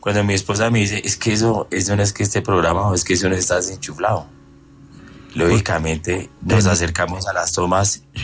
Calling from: Madrid, Cundinamarca, Colombia; No, en Madrid, Cundinamarca.

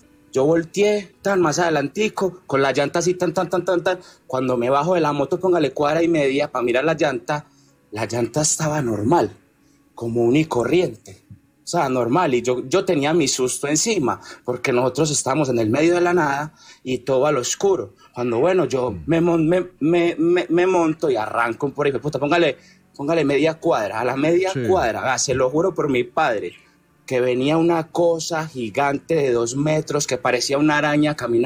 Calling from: Medellín, Antioquia, Colombia; Yo soy de Medellín.

